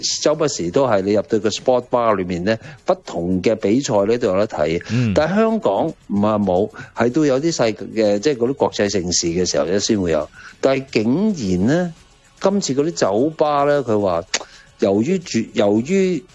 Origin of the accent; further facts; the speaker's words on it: China; 几有我哋中国人嗰种传统嘅文化，